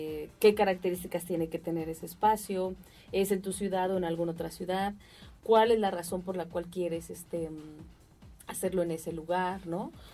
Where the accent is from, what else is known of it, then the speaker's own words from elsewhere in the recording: Michoacán, Mexico; now in Mexico City, Mexico; Yo soy de aquí de Michoacán, radico actualmente en Ciudad de México, pero hay un fuerte vínculo todavía con la ciudad y con el estado